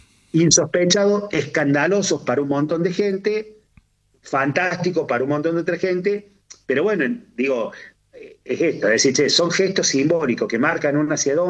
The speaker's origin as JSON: {"language": "Spanish", "region": "Córdoba", "country": "Argentina", "tie": "born or raised there", "said": "A ver, yo nací en Barrio Comercial, que es un barrio muy pobre"}